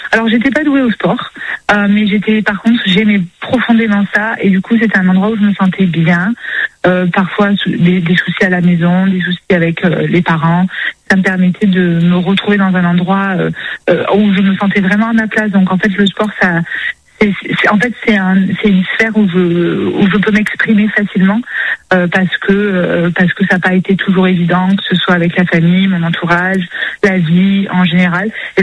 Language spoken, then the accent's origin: French; Avignon, Provence-Alpes-Côte d'Azur, France; C'est complètement éloigné d'où je viens. Je viens d'Avignon, dans le sud-est.